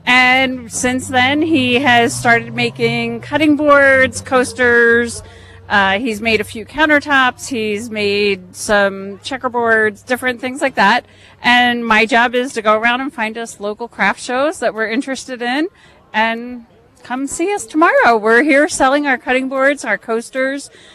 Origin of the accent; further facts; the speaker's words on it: Preston, Connecticut, United States; We are from Preston, Connecticut.